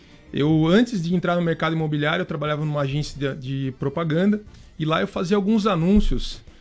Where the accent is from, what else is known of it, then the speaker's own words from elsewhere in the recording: Sorocaba, São Paulo, Brazil; also born or lived in Florianópolis; now in Chapecó, Brazil; eu sou paulista. Sou de Sorocaba, São Paulo.